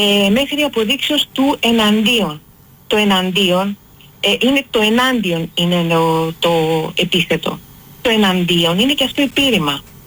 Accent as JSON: {"language": "Greek", "country": "Greece", "said": "θα νιώθω την Ελλάδα πατρίδα μου, θα συνήθω να την νιώθω το ίδιο."}